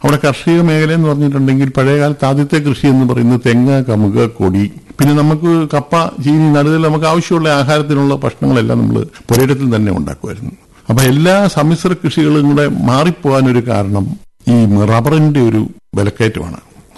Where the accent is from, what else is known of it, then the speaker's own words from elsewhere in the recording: Pala, Kerala, India; കുട്ടിക്കാലം പ്ലാശനാൽ LP സ്കൂളിലാണ് 1 മുതൽ 4 വരെ പഠിച്ചത്.